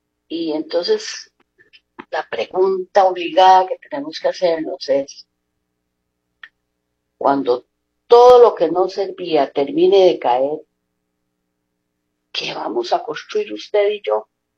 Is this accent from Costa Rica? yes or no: yes; Costa Rica; somos costarricenses, no podemos quitarnos ese ADN